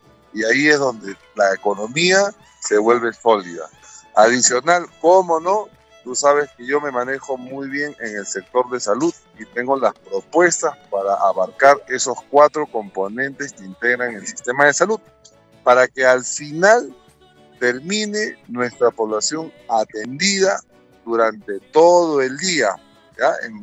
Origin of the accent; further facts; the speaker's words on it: Ancash, Peru; yo soy un ancashino orgulloso de mi tierra